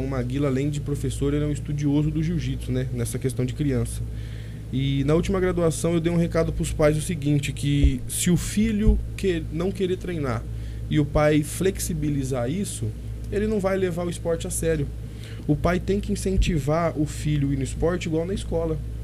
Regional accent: Monte Alto, São Paulo, Brazil; Isso, nasci e criado em Monte Alto, eu sou de 92

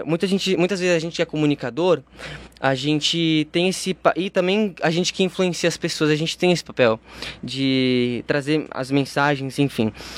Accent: Brazil; O meu sonho é, como brasileiro também, enriquecer cada vez mais a minha voz

